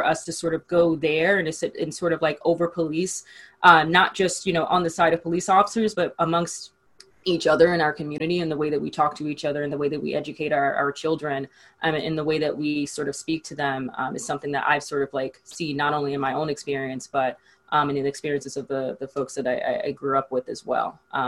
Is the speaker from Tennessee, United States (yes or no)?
yes; Memphis, Tennessee, United States; So I grew up in Memphis, Tennessee. I went to a predominantly Black high school my entire life. I grew up in a predominantly Black city.